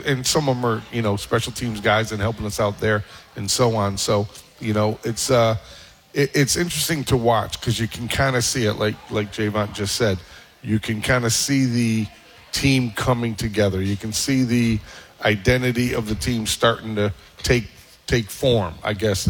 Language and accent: English; Syracuse, New York, United States; I'm from Syracuse, went to Henniger High School.